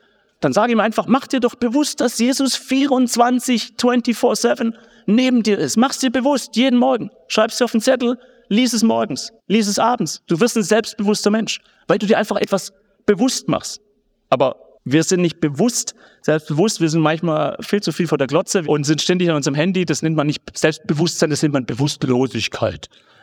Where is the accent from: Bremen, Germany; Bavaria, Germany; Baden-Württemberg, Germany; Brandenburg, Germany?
Baden-Württemberg, Germany; Gaildorf; Meine Mutter Religionsunterricht in Geildorf, wo ich herkomme, im Schwabenland.